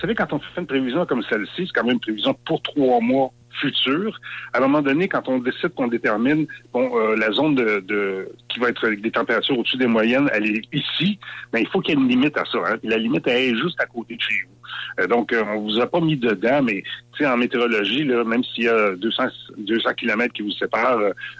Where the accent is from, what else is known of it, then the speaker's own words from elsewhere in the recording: Quebec, Canada; chez nous, au Québec